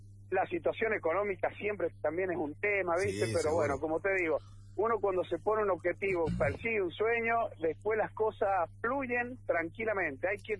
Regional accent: San Juan, Argentina; Los únicos que conocemos somos los de San Juan

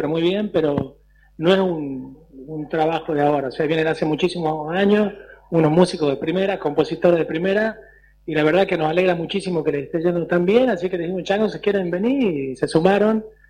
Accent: Catamarca, Argentina; Catamarca, mi tierra natal.

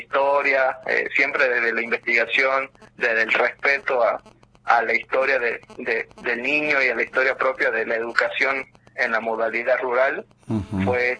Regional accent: Palpalá, Jujuy, Argentina; yo soy de Palpalá.

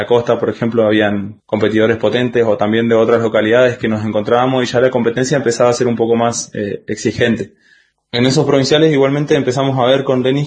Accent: Paso del Sapo, Chubut, Argentina; also born or lived in Buenos Aires; Yo también soy del interior, soy de Paso del Sapo

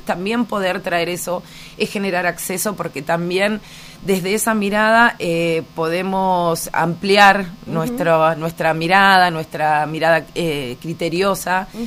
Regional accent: Rosario, Santa Fe, Argentina; born there; moved away as an adult; now in Bariloche, Argentina; yo llegué a Bariloche por primera vez, soy rosarina, vivo, uh-huh. o sea, ya soy barilochense, pero nací en Rosario, estoy acá hace 15 años, pero la primera vez que vine fue en el 2004

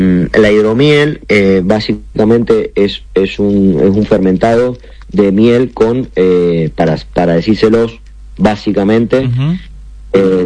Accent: Mendoza, Argentina

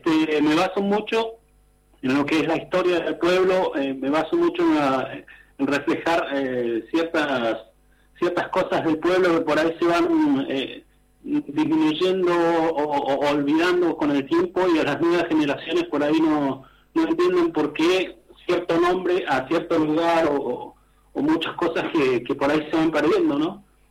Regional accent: Zapala, Neuquén, Argentina; yo creo que tendría que dar lo mejor de mí para poder representar a mi pueblo acá, a Zapala.

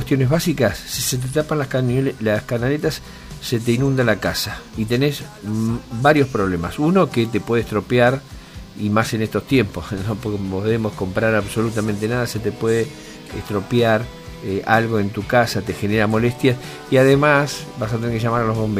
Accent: Esquel, Chubut, Argentina; moved away; Yo provengo de Esquel

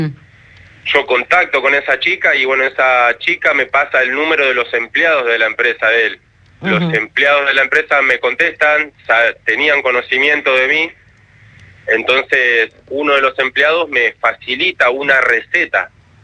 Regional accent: Buenos Aires, Argentina; yo soy acá de Boedo, en Capital Federal.

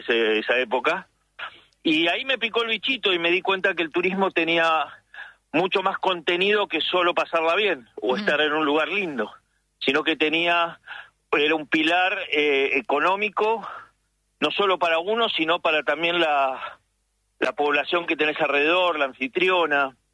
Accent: Bariloche, Río Negro, Argentina; moved away as an adult; also born or lived in Paraguay / Misiones / Chubut; Mira, yo crecí criado en Bariloche. Tengo 67 años y a los 30 y pico me fui a Paraguay

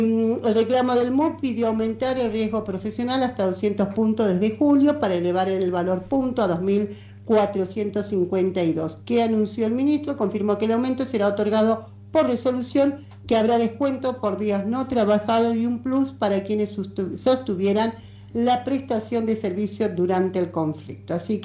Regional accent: Patagonia, Argentina; estamos en invierno, estamos en la Patagonia, sí.

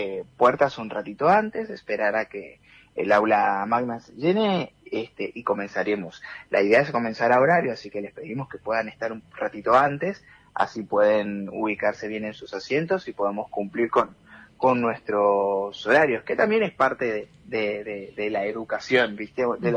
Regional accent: Venezuela; now in Comodoro Rivadavia, Argentina; me tomo el atrevimiento de hablar por los venezolanos en general que habitamos acá en Comodoro

